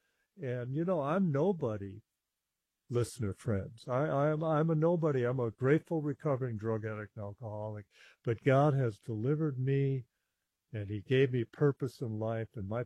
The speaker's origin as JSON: {"language": "English", "region": "Texas", "country": "United States", "said": "It was cold. I'm from Texas."}